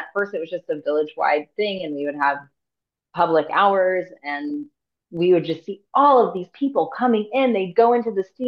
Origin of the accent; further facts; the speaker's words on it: Bay Area, California, United States; moved away as an adult; now in Southern California, United States; I'm actually from the Bay Area. I just live in Southern California now because of life circumstances brought me here. But I'm from, like I said, the Northern California. So I lived up there until 2019, and then I moved here.